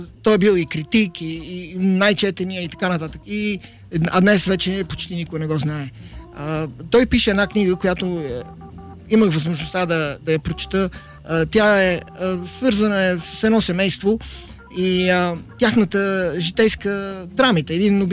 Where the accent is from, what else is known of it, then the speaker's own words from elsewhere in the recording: Croatia; И хърватин, да. А майка ми от Белене.